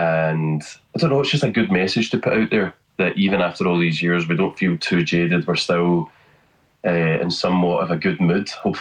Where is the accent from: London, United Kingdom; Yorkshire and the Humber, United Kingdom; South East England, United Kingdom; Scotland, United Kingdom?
Scotland, United Kingdom; Glasgow; we are from Glasgow